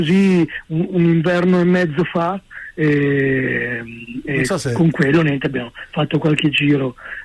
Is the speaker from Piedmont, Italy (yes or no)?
no; Milan, Lombardy, Italy; essendo noi figli di migranti, qualcuno di noi, anche se veniamo da Milano